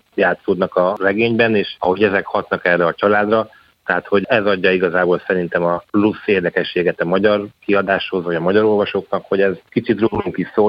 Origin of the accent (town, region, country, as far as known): Hungary